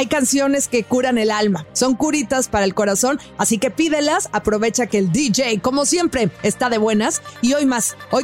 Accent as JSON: {"language": "Spanish", "country": "Mexico", "moved": "yes", "said": "como buenos latinos, pero sobre todo como mexicanos"}